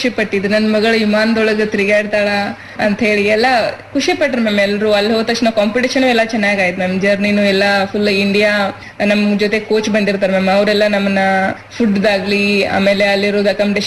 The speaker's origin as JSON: {"language": "Kannada", "region": "Karnataka", "country": "India", "tie": "born or raised there", "said": "ನಮ್ಮ ಊರಿಂದ ಜಮಖಂಡಿ 15 ಕಿಲೋಮೀಟರ್ ಅಷ್ಟೇ ರೀ."}